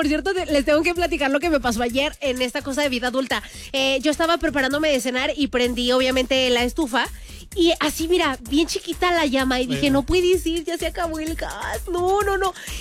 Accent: León, Guanajuato, Mexico; todos los que somos de aquí de León

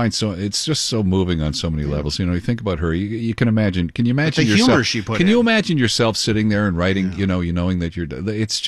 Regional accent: St. John's, Newfoundland and Labrador, Canada; born there; I'm from St. John's, Newfoundland, so that's where I was born.

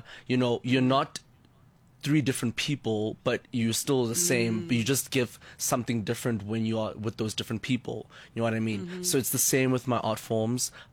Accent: South Africa; I'm authentically South African.

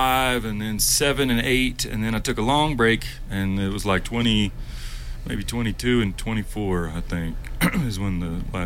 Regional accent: Longmont, Colorado, United States; I'm from Longmont, Colorado, and came down here to compete in the Telluride Troubadour competition.

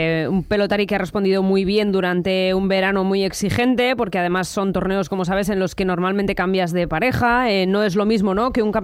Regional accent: Pamplona, Navarre, Spain; yo soy de Pamplona

